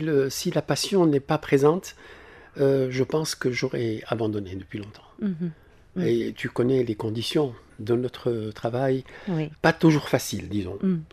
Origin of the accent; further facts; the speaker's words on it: Sousse, Sousse Governorate, Tunisia; Je suis natif de Sousse, j'ai fait un peu toutes les boîtes de nuit.